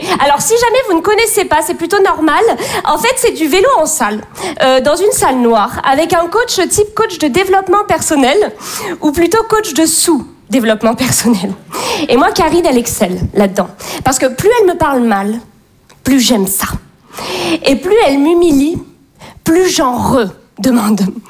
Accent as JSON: {"language": "French", "town": "Bordeaux", "region": "Nouvelle-Aquitaine", "country": "France", "tie": "born or raised there", "said": "je viens de Bordeaux et ayant grandi dans le milieu bourgeois bordelais"}